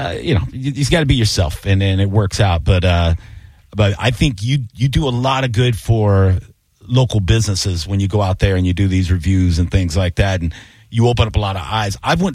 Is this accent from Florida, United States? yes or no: yes; Seminole Heights, Florida, United States; And I grew up not far from it. I grew up in Seminole Heights, nice.